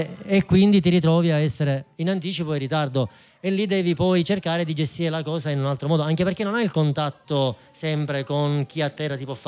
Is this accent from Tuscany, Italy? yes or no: no; Marsala, Sicily, Italy; anch'io sono di Marsala, siamo tutti e due di Marsala